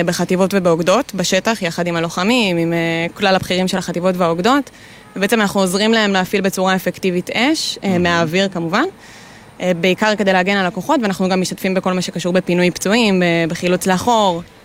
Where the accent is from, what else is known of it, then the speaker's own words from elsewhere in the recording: Northern District, Israel; now in Central Israel; אז אני במקור מהצפון, היום אני גרה במרכז